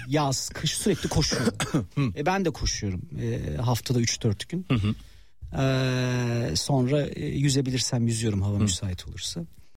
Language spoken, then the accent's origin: Turkish; Şarkışla, Sivas, Turkey; Tabii biz Şarkışlılıyız. Dedemler, anne tarafım hep Ozan.